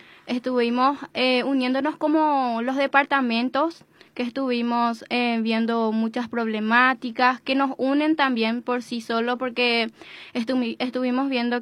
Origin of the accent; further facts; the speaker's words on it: Areguá, Central, Paraguay; nosotros, que somos de Areguá